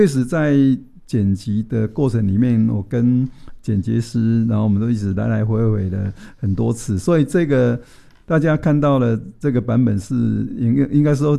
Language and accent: Chinese; central Taiwan, Taiwan; 然后因为我是中部的小孩，那其实我小时候的生活就大概就是影像你看到很多的那个现象